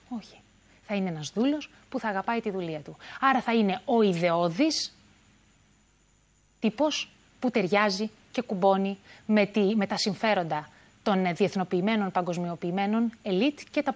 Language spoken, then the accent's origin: Greek; Greece